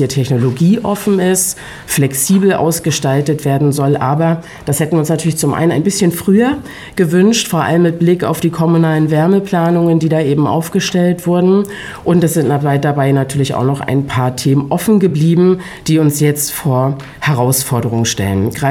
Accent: Rostock, Mecklenburg-Vorpommern, Germany; Meine Heimatstadt, die Hans- und Universitätsstadt Rostock, gehört mit dazu.

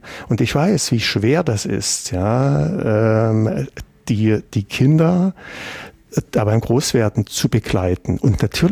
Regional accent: Germany; also ich bin in der DDR groß geworden

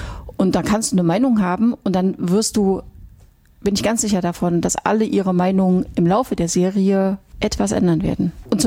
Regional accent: East Germany, Germany; ich bin in der DDR aufgewachsen.

